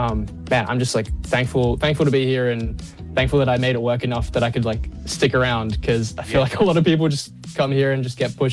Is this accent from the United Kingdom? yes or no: no; Perth, Western Australia, Australia; now in Los Angeles, United States; Yeah, I'm from Perth.